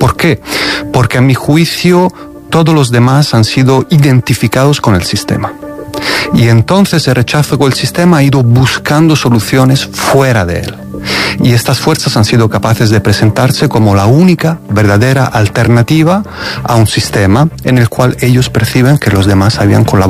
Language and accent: Spanish; Italy; En Italia, en mi país, pues el partido matriz del que es el partido de Meloni fue acogido en el gobierno por Berlusconi